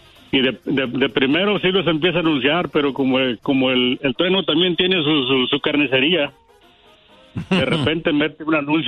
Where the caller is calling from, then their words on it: Riverside, California, United States; Acá por Riverside